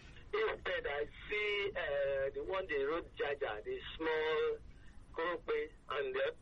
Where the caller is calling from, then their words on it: Lagos, Nigeria; I'm calling from Ileki.